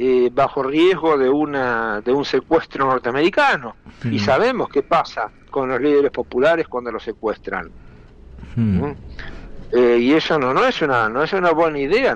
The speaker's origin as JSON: {"language": "Spanish", "region": "Buenos Aires Province", "country": "Argentina", "said": "digo como bonaerense"}